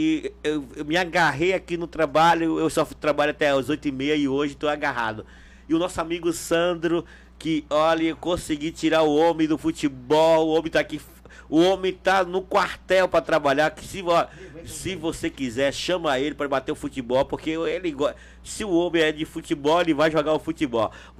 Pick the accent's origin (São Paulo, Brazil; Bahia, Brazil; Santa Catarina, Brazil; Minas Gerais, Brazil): Bahia, Brazil; Itabuna; now in Eunápolis, Brazil; tenho 30 anos que moro em Onápolis, sou de Itabuna, ali, comedor de jaca